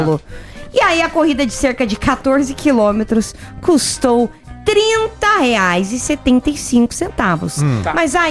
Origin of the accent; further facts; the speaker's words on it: Argentina; Eu sou argentino.